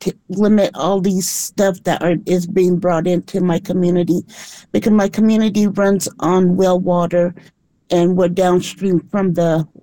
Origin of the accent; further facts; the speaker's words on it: White Mesa, Utah, United States; I'm from White Mesa, Utah, a Ute little reservation, just, 15 miles south of Blanding, Utah.